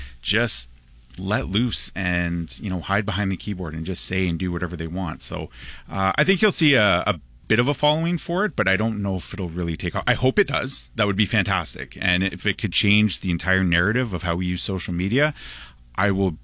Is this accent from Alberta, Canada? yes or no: yes; Alberta, Canada; I grew up in Alberta